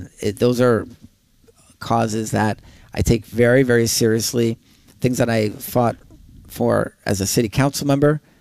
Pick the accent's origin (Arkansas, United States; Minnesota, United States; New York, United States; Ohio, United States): New York, United States; Wilmington; I was born and raised in the Adirondack Mountains.